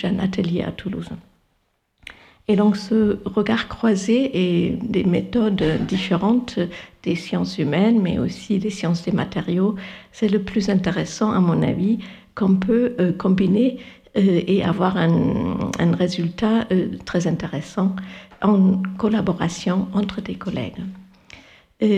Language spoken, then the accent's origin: French; Germany; French is a second language; moved away; Je suis allemande